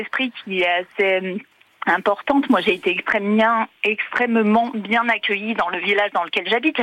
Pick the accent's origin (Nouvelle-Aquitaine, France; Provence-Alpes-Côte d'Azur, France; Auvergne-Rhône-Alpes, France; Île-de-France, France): Auvergne-Rhône-Alpes, France; born there; je suis née dans le Rhône.